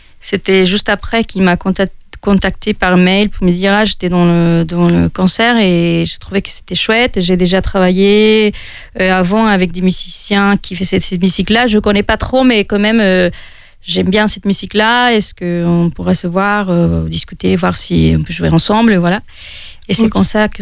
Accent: Mexico; French is a second language; moved away as an adult; now in France; Et moi, je venais du Mexique, je suis jamais allée dans un autre pays pour vivre, donc c'était la première fois que je quittais mon pays pour m'installer dans un autre pays.

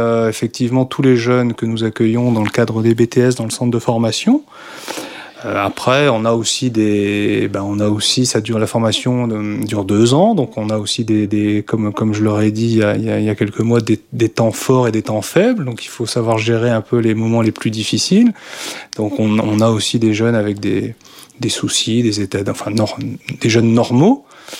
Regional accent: Plougastel-Daoulas, Brittany, France; moved away as an adult; also born or lived in Paris region; Donc moi, j'ai grandi à Plougastel, j'ai fait mes études secondaires sur Brest. Et à 18 ans, donc, je suis parti en région parisienne pour suivre une formation d'ingénieur chimiste.

